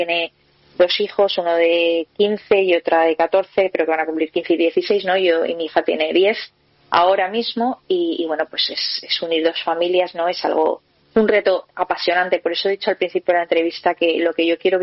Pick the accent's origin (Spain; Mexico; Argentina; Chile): Spain; Valencia, Valencian Community; pues en un encuentro que yo tenía en Madrid, yo soy de Valencia, y me fui a Madrid